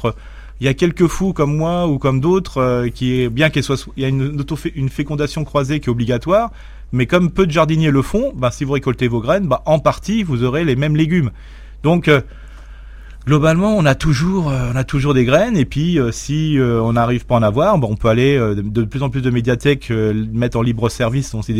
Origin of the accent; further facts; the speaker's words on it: Grand Est, France; on est généreux, on est alsacien, comme je dis toujours.